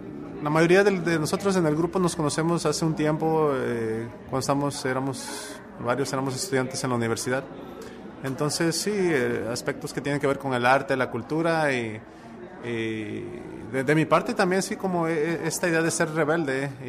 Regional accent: Veracruz, Mexico; now in Fresno, United States; yo soy de Veracruz, pero no crecí en un área que es exactamente del son

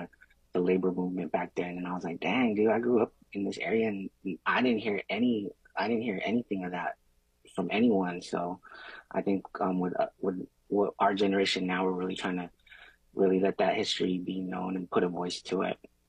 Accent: Salinas, California, United States; I grew up in Salinas

